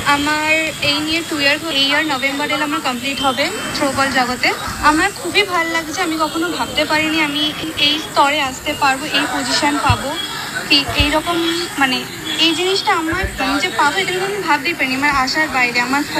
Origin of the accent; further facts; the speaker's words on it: Kolkata, West Bengal, India; আমার বাড়ি সাউথ কলকাতা বেহালা